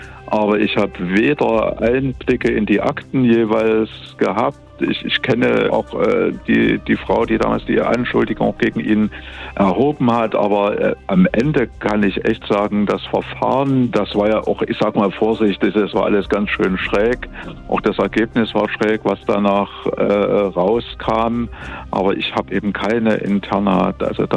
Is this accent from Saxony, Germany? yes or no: yes; Dresden, Saxony, Germany; now in Thuringia, Germany; Ja, ich bin ja kein Thüringer. Ich bin ja gebürtiger Dresdner